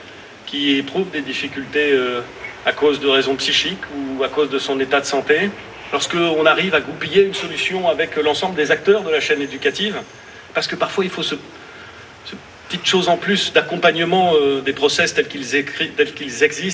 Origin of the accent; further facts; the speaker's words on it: Hauts-de-France, France; also born or lived in Le Havre; mais aussi parce que moi aussi je suis du Nord. Moitié Havrais, moitié Lillois.